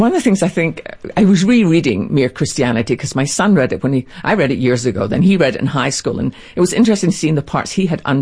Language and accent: English; Scotland, United Kingdom; because I'm Scottish and we use everything.